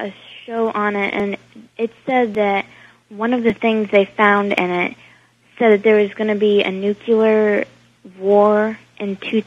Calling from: Chicago, Illinois, United States; from Chicago.

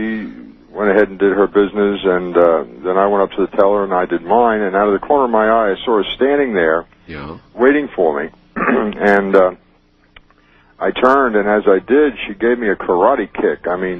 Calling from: Myrtle Beach, South Carolina, United States; I'm from Myrtle Beach.

